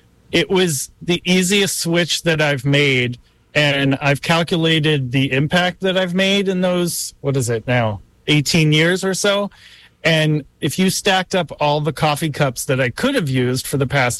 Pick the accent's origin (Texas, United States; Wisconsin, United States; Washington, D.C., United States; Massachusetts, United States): Massachusetts, United States; I'm from Massachusetts with all the salt.